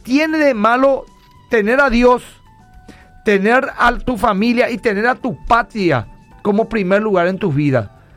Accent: Paraguay

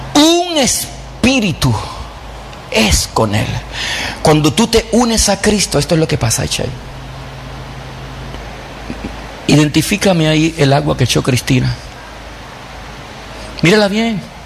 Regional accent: Puerto Rico; yo soy puertorriqueño.

